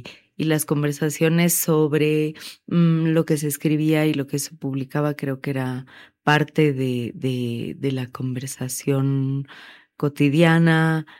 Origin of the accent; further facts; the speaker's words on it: La Paz, Bolivia; born there; also born or lived in Moscow; yo nací en Moscú y me trajeron mis papás muy, muy chiquita, los 7 meses aquí, me quedé con mis abuelos mientras mis papás terminaban su especialidad en Moscú.